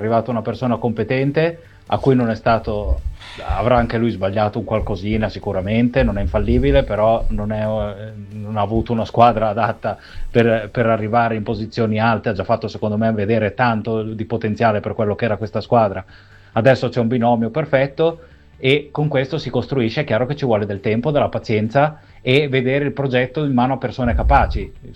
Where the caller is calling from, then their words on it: Terni, Umbria, Italy; da Terni.